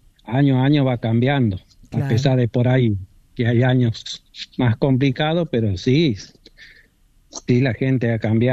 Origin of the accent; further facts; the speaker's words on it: San Luis, Argentina; No, sí, soy puntano de acá.